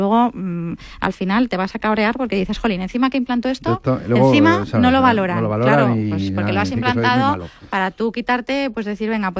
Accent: Vigo, Galicia, Spain; born there; now in Madrid, Spain; Sí, nací en Vigo, pero llevo ya 30 años viviendo en Madrid.

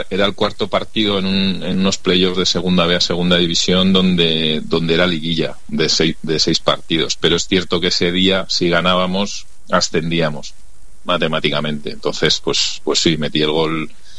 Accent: Binéfar, Aragon, Spain; moved away; jugaba el equipo de mi pueblo, del cual salí

